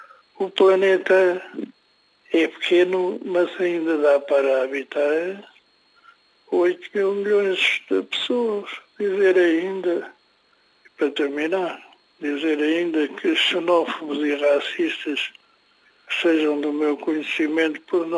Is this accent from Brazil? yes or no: no; Lisbon, Portugal; born there